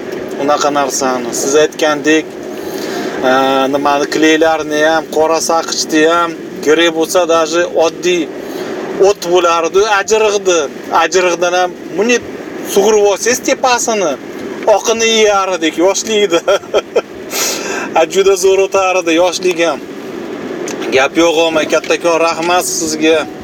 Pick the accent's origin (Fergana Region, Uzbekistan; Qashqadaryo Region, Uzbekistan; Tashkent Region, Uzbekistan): Fergana Region, Uzbekistan; Oltiariq; moved away as an adult; now in Italy; Keyin biz asnovnoy oltariqda katta bo'lganmiz